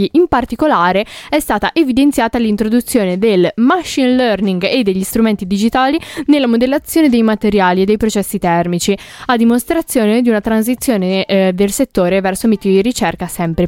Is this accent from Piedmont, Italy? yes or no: yes; Piedmont, Italy; Io vengo dal paese di Pavese.